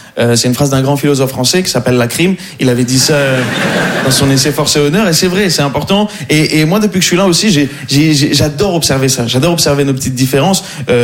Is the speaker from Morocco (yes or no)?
yes; Morocco; Je suis marocain et ouais, voilà, ça se voit pas du tout.